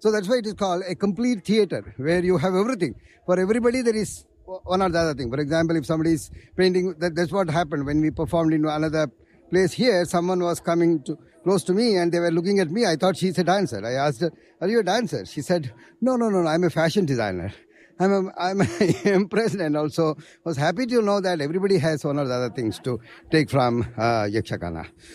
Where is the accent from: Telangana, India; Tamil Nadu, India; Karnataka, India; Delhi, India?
Karnataka, India; We are from India. There is a state called Karnataka.